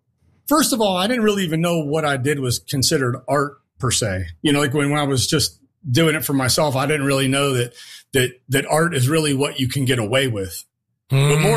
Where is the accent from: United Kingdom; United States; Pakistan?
United States; Warren, Ohio; Growing up in Warren was definitely an experience.